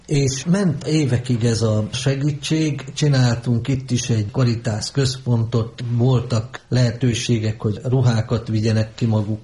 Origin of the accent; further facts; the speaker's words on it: Érpatak, Szabolcs-Szatmár-Bereg, Hungary; Én Érpataki vagyok.